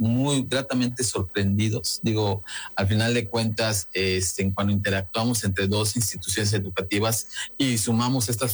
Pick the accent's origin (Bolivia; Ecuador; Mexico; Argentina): Mexico; nosotros como mexicanos consumidores